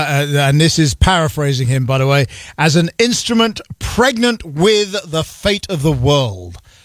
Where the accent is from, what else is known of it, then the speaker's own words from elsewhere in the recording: England, United Kingdom; born there; they are putting people in handcuffs in the land I was born in England, for retweeting something.